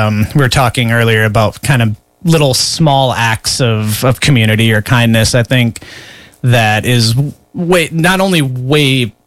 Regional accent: Liverpool, North West England, United Kingdom; yes, we're English, but we're Scouse before we're English, and we take care of ourselves and our town and our people.

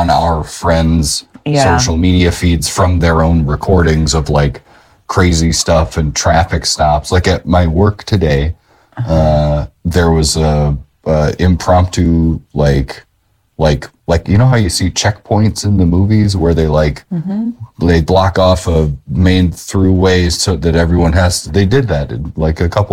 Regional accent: Minneapolis, Minnesota, United States; We do live in Minnesota in the Twin Cities, which is St. Paul and Minneapolis, born and raised. I was born in Minneapolis.

